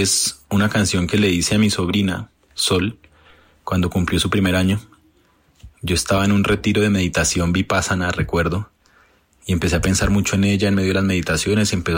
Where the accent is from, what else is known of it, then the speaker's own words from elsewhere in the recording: Cali, Valle del Cauca, Colombia; also born or lived in Bogotá; yo nací en Bogotá, pero me he criado en Cali. Es como mi ciudad favorita en el mundo